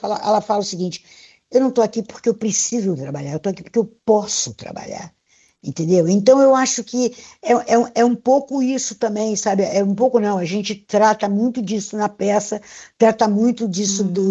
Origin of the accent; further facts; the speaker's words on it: Rio de Janeiro, Brazil; meu irmão, bem carioca, né, que eu sou carioca